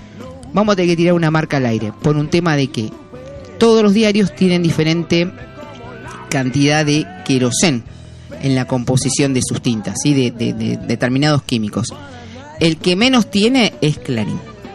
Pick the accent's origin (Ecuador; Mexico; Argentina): Argentina; Luján, Buenos Aires Province